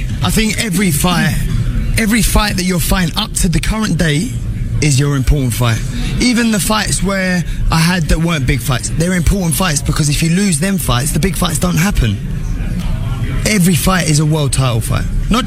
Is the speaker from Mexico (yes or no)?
yes; Mexico; No, pero yo soy más mexicano que él.